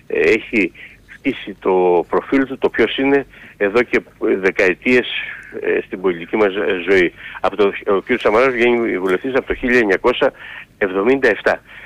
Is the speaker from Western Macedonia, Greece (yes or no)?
no; Eastern Macedonia and Thrace, Greece; Έτσι λένε και στην πατρίδα μου επάνω στον Εύρο. Αυτό λέμε εμείς, ότι αυτά τα οποία παράγουν, και όχι αυτά τα οποία δεν έχουν τίποτε πάνω.